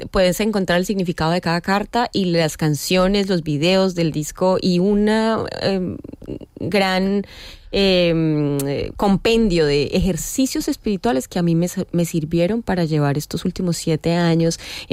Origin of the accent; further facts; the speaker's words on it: Santander, Colombia; born there; como a 2 horas del lugar en donde yo nací, hay un asentamiento de gitanos, que es Girón, Santander